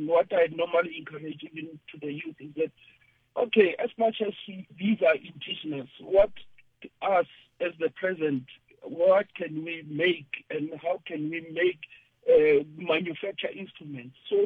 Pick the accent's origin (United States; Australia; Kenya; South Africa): South Africa; I'm from South Africa.